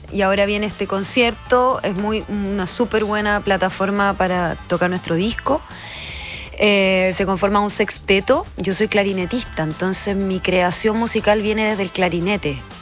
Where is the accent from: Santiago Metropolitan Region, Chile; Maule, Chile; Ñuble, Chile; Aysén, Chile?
Santiago Metropolitan Region, Chile; Santiago; moved away as an adult; also born or lived in Valparaíso; now in Papudo, Chile; yo en verdad soy de la ciudad, soy de Santiago, vivo hace 7 años en Papudo y de ahí desarrollo mi trabajo